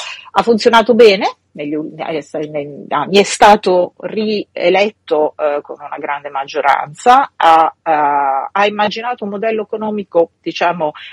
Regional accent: Emilia-Romagna, Italy; io vengo dall'Emilia Romagna

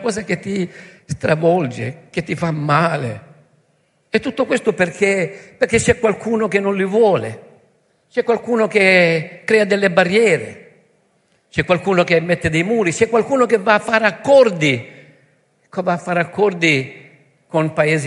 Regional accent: Lampedusa, Sicily, Italy; io, sapete, vengo da Lampedusa

